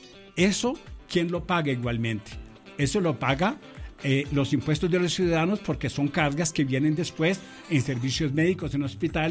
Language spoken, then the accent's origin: Spanish; Cali, Valle del Cauca, Colombia; moved away; Cuando yo estaba pequeño en Cali